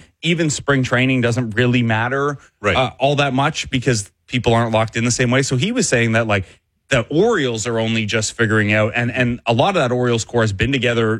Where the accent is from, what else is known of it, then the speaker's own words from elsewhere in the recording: Cambridge, Ontario, Canada; when I was younger, I grew up in Cambridge, so you drive in on the 401 to Toronto